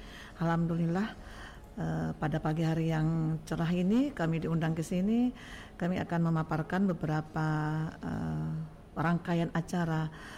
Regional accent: West Sumatra, Indonesia; moved away; Jadi saat ini sudah lebih 6 bulan kami berada di Kabupaten Pesisir Selatan. Baik. Dan ini merupakan kampung halaman kami sendiri.

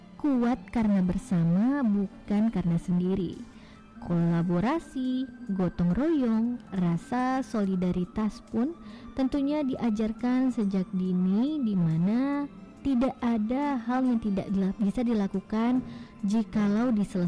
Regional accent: West Sumatra, Indonesia; Namun kita sebagai orang Minang selalu diajarkan filosofi barek sama dipikua, ringan sama dijinjing, di mana kuat karena bersama, bukan karena sendiri.

